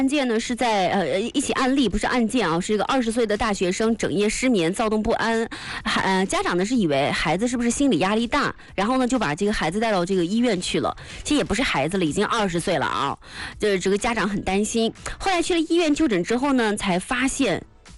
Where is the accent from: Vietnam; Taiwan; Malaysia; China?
China; Hefei, Anhui; 因为我们家小的时候是住在哪儿呢？住在山下面，大蜀山下面